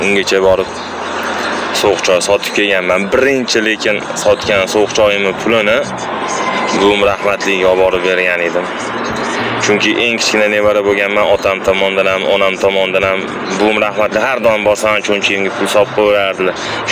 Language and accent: Uzbek; Tashkent, Uzbekistan; biz Qoraqamishda tug'ilib qotdi bo'lganmiz.